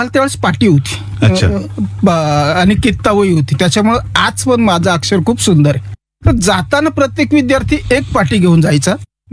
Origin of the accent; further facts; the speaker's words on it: Nashik, Maharashtra, India; also born or lived in Musalgaon, Sinnar taluka; माझा जन्म सुद्धा नाशिकचा आहे.